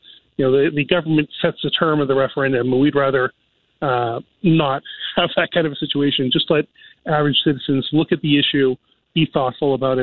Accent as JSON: {"language": "English", "town": "Delta", "region": "British Columbia", "country": "Canada", "said": "So, you know, I'm from Delta originally."}